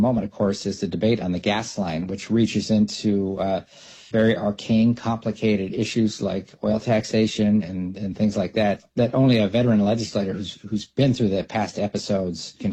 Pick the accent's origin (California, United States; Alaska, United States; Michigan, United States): Alaska, United States; Dillingham; The YK region really is a sister region to the Bristol Bay region where I'm from.